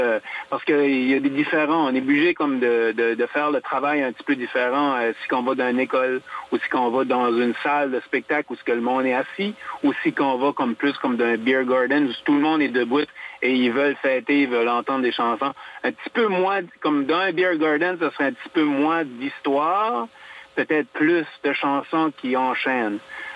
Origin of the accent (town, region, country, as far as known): Acadia, Canada